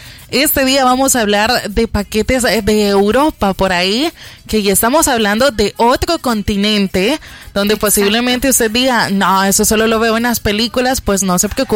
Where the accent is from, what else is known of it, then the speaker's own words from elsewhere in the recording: El Salvador; Yo siempre lo he dicho, como salvadoreños, creo que solo así trabajamos súper bien